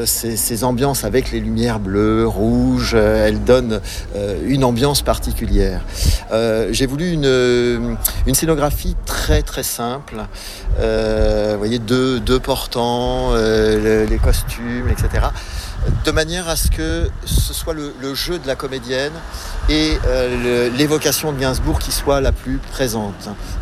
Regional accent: Deauville, Normandy, France; now in Provence-Alpes-Côte d'Azur, France; Je viens de Normandie, je suis natif de Deauville. Et je vis dans la région PACA depuis 1972. Voilà. Mais je n'ai pas pris l'accent.

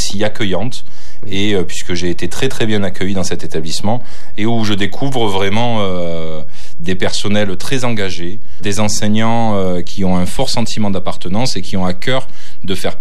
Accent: Provence-Alpes-Côte d'Azur, France; moved away as an adult; now in Alès, France; Je suis originaire initialement du Vaucluse, puisque j'étais à La Salle, mais à Avignon

